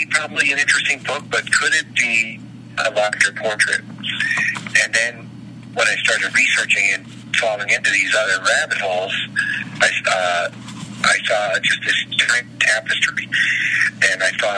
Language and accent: English; Boston, Massachusetts, United States; like you said, I'm here from Boston